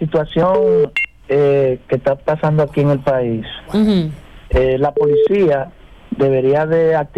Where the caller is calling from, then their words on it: Herrera, Santo Domingo, Dominican Republic; de Herrera.